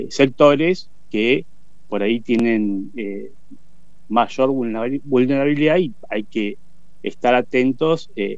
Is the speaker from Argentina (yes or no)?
yes; Argentina; nosotros tenemos una en Argentina, es difícil, digamos, si sos argentino, no amar la universidad pública